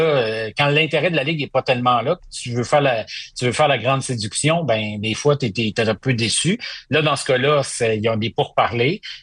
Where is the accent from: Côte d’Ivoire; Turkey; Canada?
Canada; Quebec; Parce que moi, j'ai grandi au Saguenay.